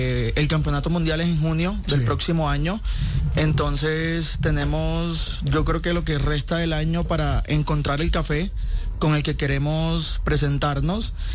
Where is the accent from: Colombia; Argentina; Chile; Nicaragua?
Colombia; Barranquilla, Atlántico; Pues yo soy de Barranquilla y siempre he querido como mostrar en lo que hago, en lo que preparo, como que esa alegría de la costa.